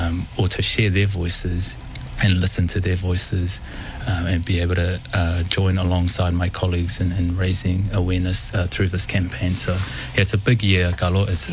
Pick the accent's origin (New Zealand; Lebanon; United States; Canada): New Zealand; Onehunga, Auckland; born or raised there